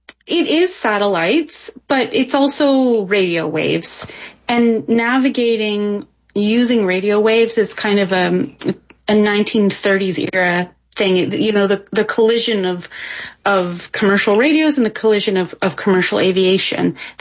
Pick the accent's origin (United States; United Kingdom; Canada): Canada; I'm a Canadian as well.